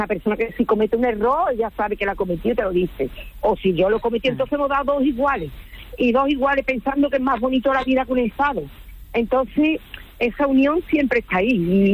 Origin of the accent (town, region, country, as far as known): Coria, Spain